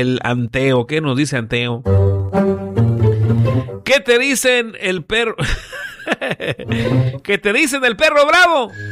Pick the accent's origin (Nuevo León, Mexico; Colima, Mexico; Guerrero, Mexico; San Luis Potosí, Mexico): Colima, Mexico; Yo soy de aquí de Colima